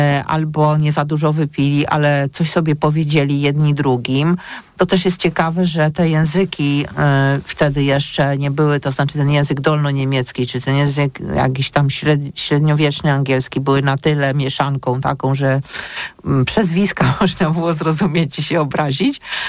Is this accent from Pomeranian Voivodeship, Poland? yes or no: yes; Gdańsk, Pomeranian Voivodeship, Poland; jestem z Gdańska